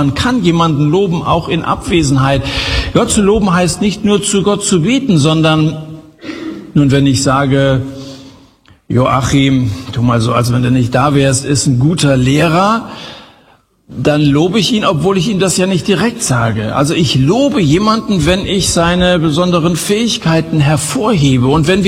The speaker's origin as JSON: {"language": "German", "region": "Hesse", "country": "Germany"}